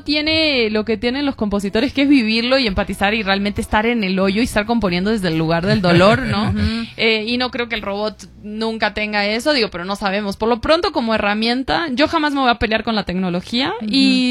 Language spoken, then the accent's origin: Spanish; Uruguay; yo soy de Uruguay